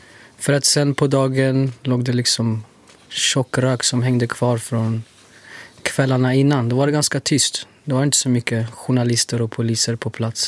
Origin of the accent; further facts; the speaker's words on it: Stockholm, Stockholm County, Sweden; för oss som är födda och uppvuxna i Sverige, Stockholm, Husby.